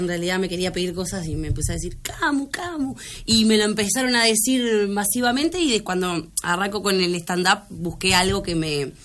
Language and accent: Spanish; Florencio Sánchez, Colonia, Uruguay; moved away as an adult; also born or lived in Cardona, Uruguay; now in Colonia del Sacramento, Uruguay; Yo viví, sí, toda mi, bueno, mi infancia, mi adolescencia. Nací en Cardona, viví toda la vida en Florencio Sánchez, que es el pueblo pegado.